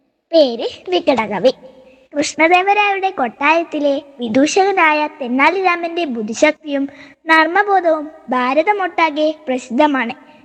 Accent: Kalleri, Kerala, India; എന്റെ നാട് കല്ലേരിക്കര.

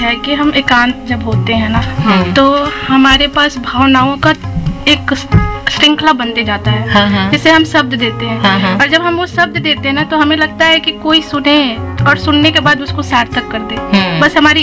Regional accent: Bihar, India; moved away; proper मैं बिहार से हूँ और यहाँ मैं छात्र हूँ

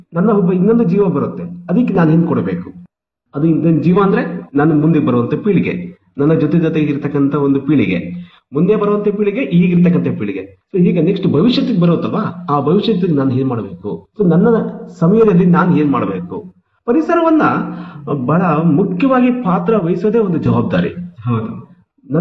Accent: Kolar, Karnataka, India; ನಾನು ಮೂಲತಃ ಕೋಲಾರ.

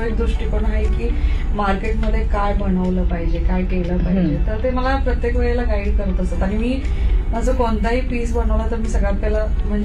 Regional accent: Kolhapur, Maharashtra, India; मी कोल्हापूरची आहे त्यामुळं कोल्हापूरची अंबाबाई मला खूप म्हणजे

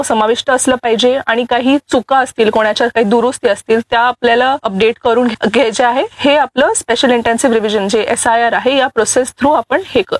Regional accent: Thane, Maharashtra, India; born or raised there; also born or lived in Mumbai

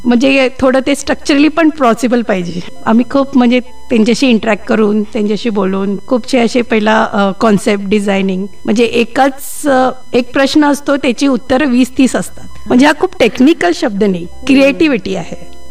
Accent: Belgaum, Karnataka, India; also born or lived in Bangalore / Goa; मी मूळची बेळगावचीच. माझं शिक्षण, शाळेचं शिक्षण मराठी विद्यानिकेतन मराठी मीडियम मधून झालं. त्याच्यानंतर माझं आर्किटेक्चर कॉलेज शिक्षण हे JIT गोगटे इन्स्टिट्यूट उद्यमबाग इथून

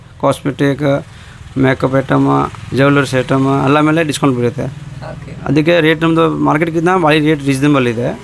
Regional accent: Jodhpur, Rajasthan, India; born or raised there; now in Shivamogga, India

